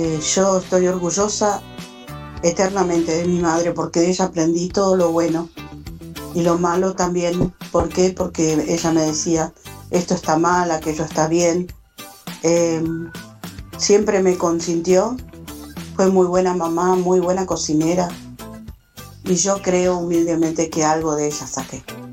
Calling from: Laferrere, Buenos Aires, Argentina; de la Ferrer

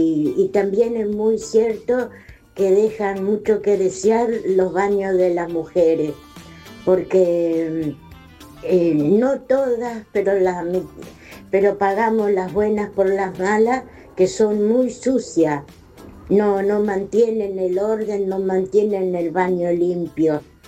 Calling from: Ituzaingó, Buenos Aires Province, Argentina; de Ituzaingó, zona oeste

